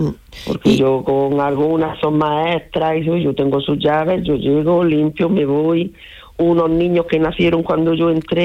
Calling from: La Zubia, Andalusia, Spain; yo estoy en La Zubia, a 5 minutillos de Granada.

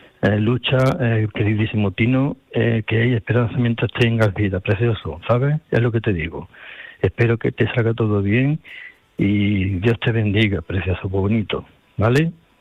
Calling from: Córdoba, Andalusia, Spain; de Córdoba, supongo que ya me has reconocido.

